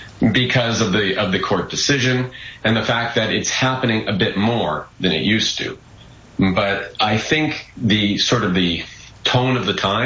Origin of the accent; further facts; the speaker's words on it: Canada; we as Canadians don't have really any rights when we're trying to go into the United States. We're Canadian citizens.